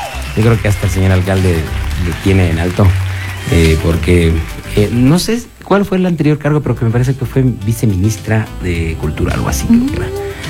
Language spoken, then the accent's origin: Spanish; Ecuador; nosotros como ecuatorianos